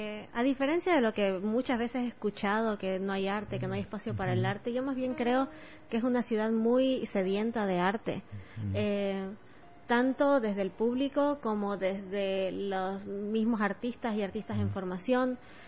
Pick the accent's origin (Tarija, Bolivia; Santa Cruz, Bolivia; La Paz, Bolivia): Santa Cruz, Bolivia; Santa Cruz de la Sierra; moved away as an adult; also born or lived in Argentina